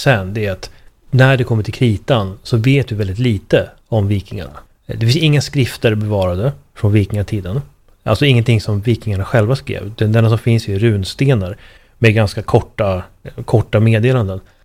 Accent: Sweden; för jag är svensk

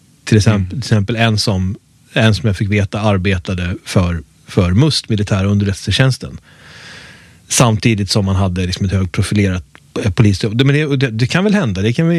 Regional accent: Uppsala, Uppsala County, Sweden; jag är född och uppvuxen i Uppsala

